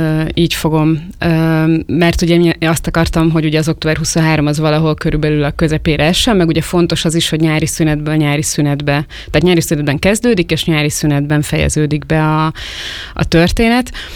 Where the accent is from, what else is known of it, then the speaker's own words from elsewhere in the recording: Tolna, Hungary; now in Pécs, Hungary; tehát én ott élek, Pécsen élek, bár nem ott nőttem föl, tehát a regénynek a múltbeli szála, amikor játszódik, akkor én nem Pécsen éltem még, hanem egy kisebb városba, egy faluba nőttem föl gyakorlatilag Dombóvár mellett.